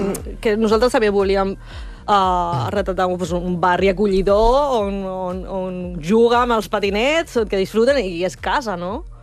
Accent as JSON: {"language": "Catalan", "town": "Cornellà de Llobregat", "region": "Catalonia", "country": "Spain", "said": "Clar, nosaltres dues som de Cornellà."}